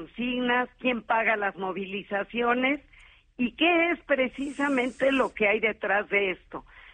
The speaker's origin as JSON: {"language": "Spanish", "country": "Mexico", "said": "los judíos somos mexicanos de 3 y 4 generaciones atrás"}